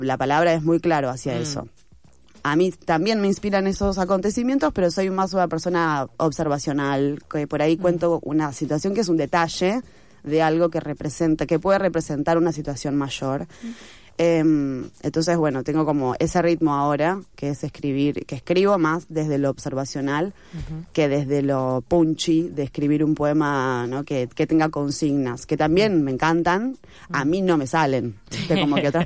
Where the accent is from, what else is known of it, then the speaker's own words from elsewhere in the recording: Argentina; Por suerte soy argentina.